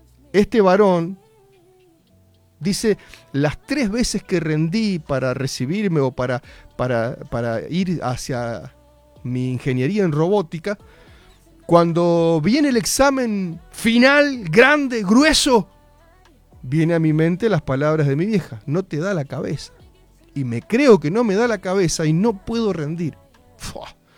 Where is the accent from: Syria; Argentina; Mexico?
Argentina